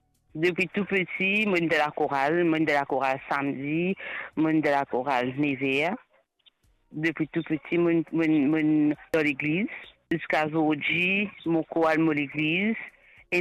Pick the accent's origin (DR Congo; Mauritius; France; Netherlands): Mauritius; Rodrigues; moved away; moi, je viens de Rodrigue